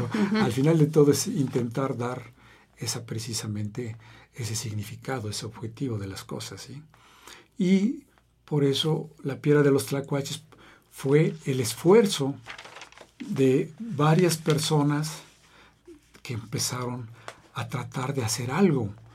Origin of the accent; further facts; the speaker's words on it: Mexico; born there; en mi pueblo, yo recuerdo desde la niñez